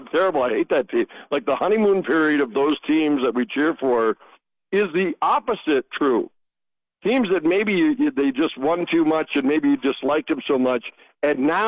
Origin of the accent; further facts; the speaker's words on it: Williston, United States; So I'm going to throw my – I'm going to selfishly put my hometown in there. Been a while.